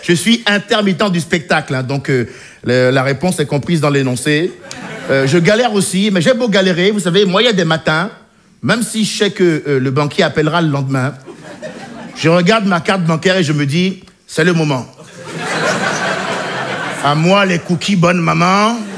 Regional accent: Benin; born or raised there

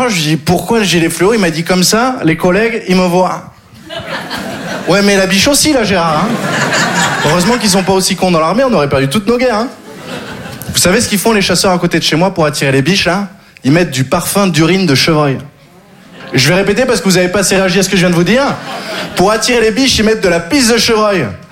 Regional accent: Occitanie, France; born or raised there

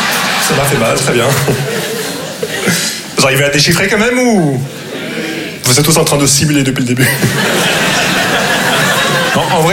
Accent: Casablanca, Casablanca-Settat, Morocco; j'ai grandi à Maroc

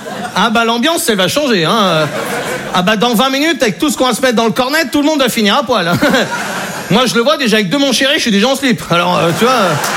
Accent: Brittany, France; Je suis breton. J'ai 20 ans.

